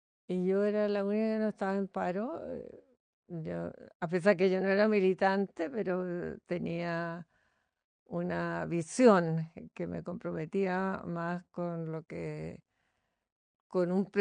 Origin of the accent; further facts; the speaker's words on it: Valparaíso, Chile; born there; moved away as an adult; now in Santiago, Chile; yo vengo de la Quinta Región. Yo nazco ahí de una familia. Habíamos 7 hermanos y yo me había casado, me había venido a vivir a Santiago el año 71.